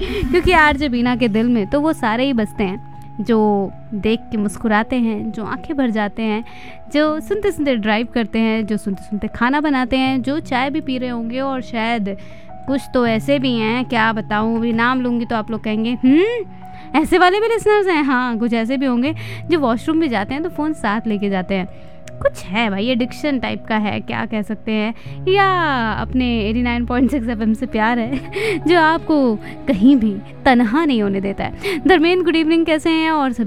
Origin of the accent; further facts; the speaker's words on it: India; हमारे यहाँ यूपी बिहार में